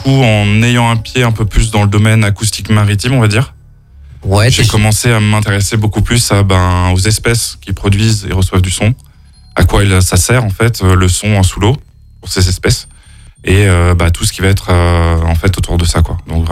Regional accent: Réunion; moved away as an adult; also born or lived in Paris; moi, je suis un Réunionnais. Je suis parti à l'âge

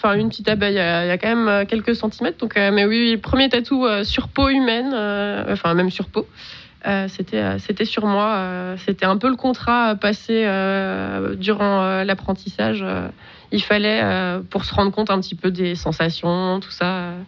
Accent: Grand Est, France; moved away as an adult; now in Besançon, France; j'ai toujours grandi en Alsace, j'ai fait mes études en Alsace.

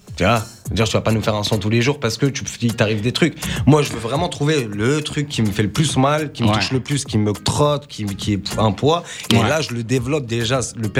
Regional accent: Tunisia; moi je suis tunisien comme je t'ai dit tout à l'heure.

